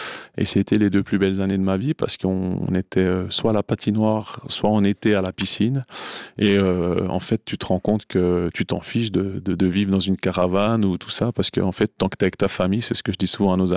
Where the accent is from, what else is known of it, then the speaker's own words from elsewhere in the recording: Courtemaîche, Jura, Switzerland; Je viens de Courtemèche.